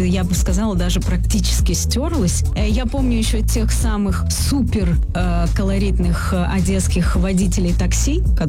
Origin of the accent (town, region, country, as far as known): Odesa, Odesa Oblast, Ukraine; born or raised there